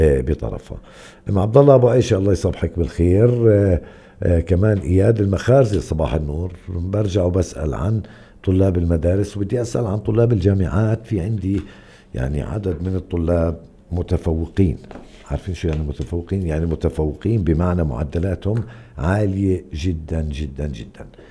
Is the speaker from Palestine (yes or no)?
yes; Palestine; في بلدنا فلسطين، كل فلسطين